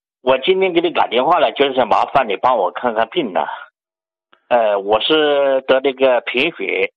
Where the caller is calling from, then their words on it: Yibin, Sichuan, China; 我是四川宜宾的。